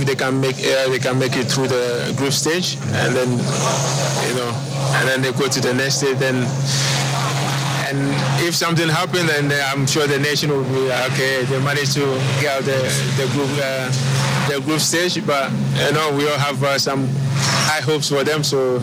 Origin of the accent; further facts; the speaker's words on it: Ghana; And of course, you know, as a Ghanaian, as a nation, they're expecting the boys to do well.